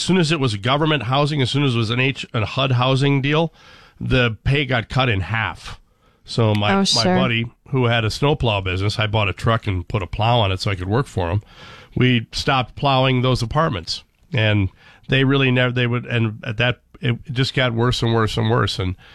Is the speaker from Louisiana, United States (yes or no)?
no; Brooklyn Park, Minnesota, United States; I grew up there. I mean, I grew up in Brooklyn Park.